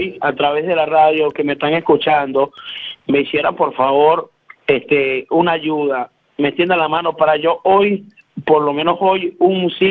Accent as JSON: {"language": "Spanish", "town": "Caracas", "region": "Capital District", "country": "Venezuela", "said": "Yo soy de Caracas, la capital."}